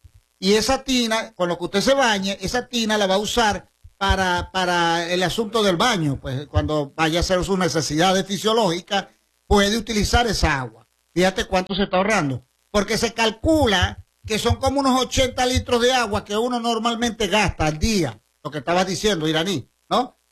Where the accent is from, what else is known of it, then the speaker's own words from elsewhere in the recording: Venezuela; porque así somos los venezolanos, somos solidarios.